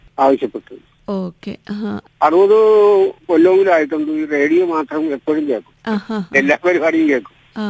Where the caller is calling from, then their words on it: Cherthala, Kerala, India; ചേർത്തല ഒരു 4 കിലോമീറ്റർ കിഴക്കോട്ട് വരുമ്പോഴത്തേക്ക് വേമ്പനാട്ടുകാരിന്റെ തീരത്ത് കട്ടച്ചിറ എന്നൊരു ഗ്രാമമുണ്ട്. അവിടെയാണ് എന്റെ വീട്.